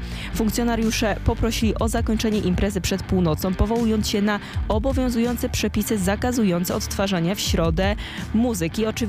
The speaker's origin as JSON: {"language": "Polish", "region": "Lesser Poland", "country": "Poland", "said": "Ja w ogóle jestem z Małopolski, więc prawie z gór, także..."}